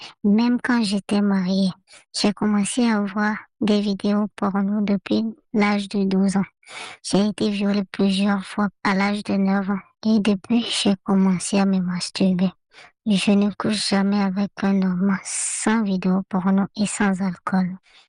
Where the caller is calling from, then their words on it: Lomé, Maritime, Togo; j'ai 35 ans. Je vis à Lomé.